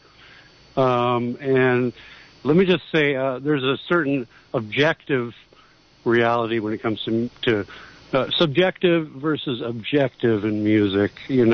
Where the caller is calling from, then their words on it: Monterey, California, United States; from Monterey and beyond.